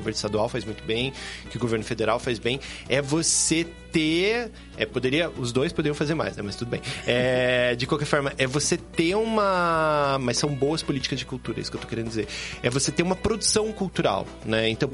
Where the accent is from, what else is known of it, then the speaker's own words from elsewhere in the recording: Pinhais, Paraná, Brazil; eu sou de Pinhais